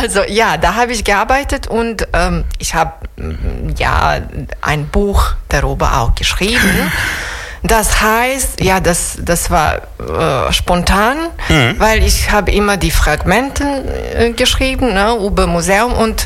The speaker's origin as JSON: {"language": "German", "town": "Novi Pazar", "country": "Serbia", "moved": "yes", "lives_now": "Düsseldorf, Germany", "said": "ich komme ursprünglich aus Novi Pazar. Das ist eine südliche Stadt in Serbien, eigentlich genau an der Grenze mit Montenegro, ne? Zwischen Serbien und Montenegro."}